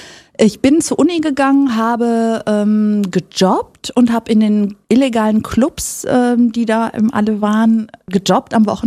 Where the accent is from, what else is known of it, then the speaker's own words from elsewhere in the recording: North Rhine-Westphalia, Germany; born there; Das stimmt, ich bin tatsächlich in Nordrhein-Westfalen geboren und nicht in Griechenland.